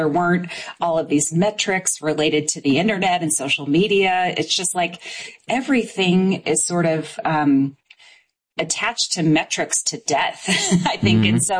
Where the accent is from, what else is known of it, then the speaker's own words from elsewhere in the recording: Indiana, United States; moved away; I'm from Southern Indiana.